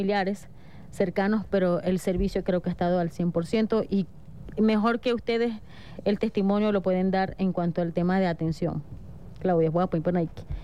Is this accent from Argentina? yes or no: no; Venezuela; nosotros podemos corregir como venezolanos